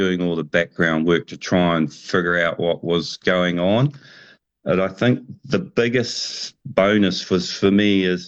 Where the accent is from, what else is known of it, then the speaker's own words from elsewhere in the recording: Gisborne, New Zealand; I grew up on the East Coast in Gisborne